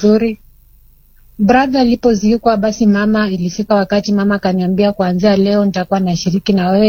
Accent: Kisumu, Kisumu County, Kenya; nilikuwa nimelelewa katika sehemu ya Kisumu.

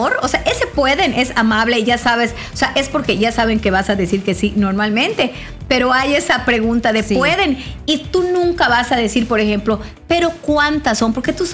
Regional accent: Mexico; Y algo que somos los mexicanos, somos muy festejadores.

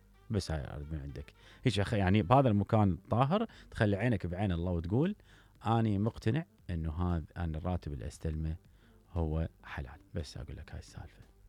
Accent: Iraq; عندنا بالعراق

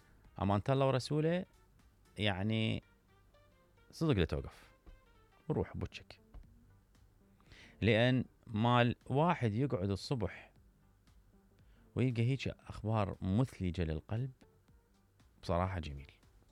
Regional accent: Iraq; بس إحنا كمواطنين عراقيين فقرة ما نعرف من هذولي

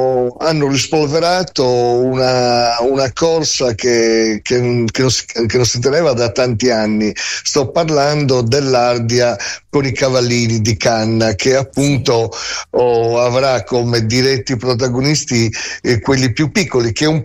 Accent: Sardinia, Italy; patrimonio nostro come sardi

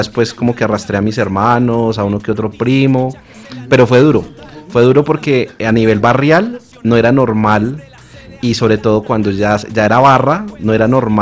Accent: Bogotá, Colombia; Yo me crié y crecí en el barrio San Vicente Ferrer, Tunjuelito.

